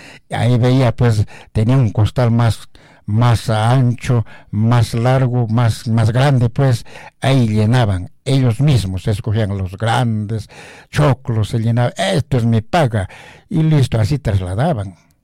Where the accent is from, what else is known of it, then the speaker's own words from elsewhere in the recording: Ayacucho, Peru; especialmente a mi pueblo acá, Huayhuapinco, donde nosotros tenemos 4 o 5 chacras.